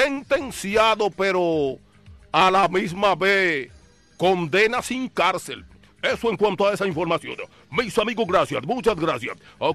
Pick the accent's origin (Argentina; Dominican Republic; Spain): Dominican Republic; now in Boston, United States; allá en mi país, República Dominicana